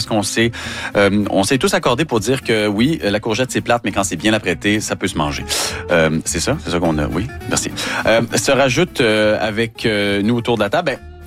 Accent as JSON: {"language": "French", "region": "Quebec", "country": "Canada", "said": "je viens du Saguenay-Lac-Saint-Jean"}